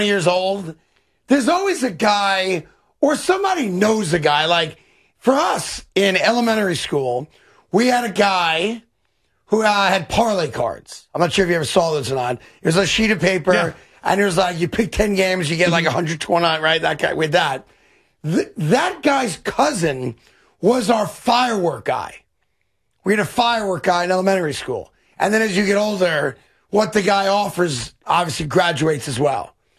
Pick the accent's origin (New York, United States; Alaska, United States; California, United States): New York, United States; New Rochelle; where I grew up in New Rochelle